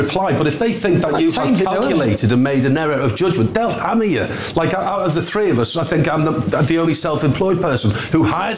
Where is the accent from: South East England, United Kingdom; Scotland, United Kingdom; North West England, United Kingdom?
North West England, United Kingdom; Liverpool; I'm a Scouser